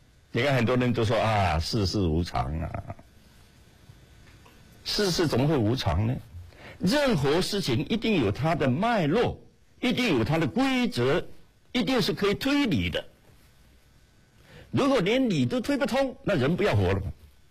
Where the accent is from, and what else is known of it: China